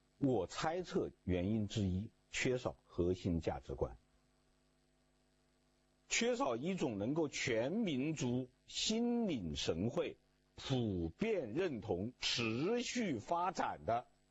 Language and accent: Chinese; China; 我心依然是中国心。